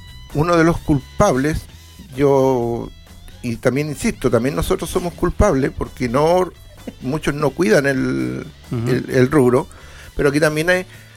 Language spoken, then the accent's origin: Spanish; La Serena, Coquimbo, Chile; No es solamente pensar que, oh, no, es Coquimbo y yo soy de La Serena, no estoy ni ahí, que ojalá que pierdan.